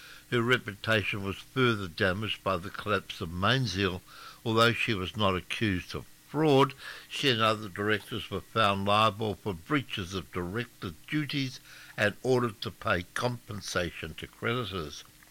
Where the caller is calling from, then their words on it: New Zealand; I am a Kiwi